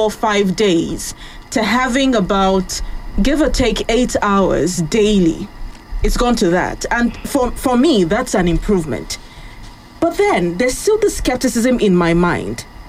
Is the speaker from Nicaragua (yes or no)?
no; Nigeria; as Nigerians